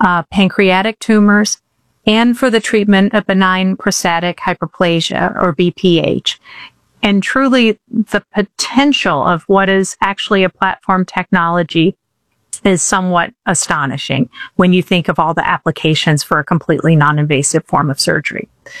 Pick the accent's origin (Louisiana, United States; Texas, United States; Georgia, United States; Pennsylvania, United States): Georgia, United States; No, I'm actually from Georgia.